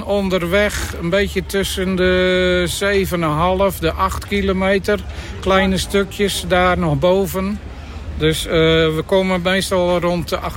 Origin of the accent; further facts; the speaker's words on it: Zoutelande, Zeeland, Netherlands; Ik kom uit Zoutelanden en ik ben nog 69, maar ik word dit jaar 70.